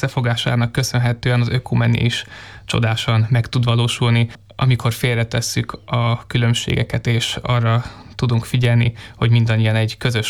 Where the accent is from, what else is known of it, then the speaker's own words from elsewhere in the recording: Budapest, Hungary; Azt látom, budapestiként, hogy itt a fővárosban annyi számtalan jó lehetőség